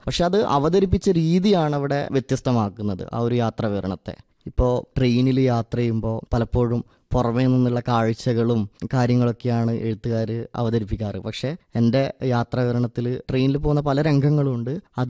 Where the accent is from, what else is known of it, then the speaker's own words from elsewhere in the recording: Mokeri, Kerala, India; എന്റെ വീട് കണ്ണൂർ ജില്ലയിലെ പാനൂരിനടുത്ത് മൊകേരിയാണ്.